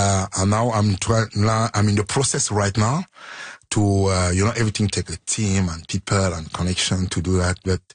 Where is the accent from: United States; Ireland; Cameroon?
Cameroon; moved away as an adult; also born or lived in Ontario; now in Montreal, Canada; I'm Francophone for sure. Like, you know, you know, I was born and raised in Cameroon.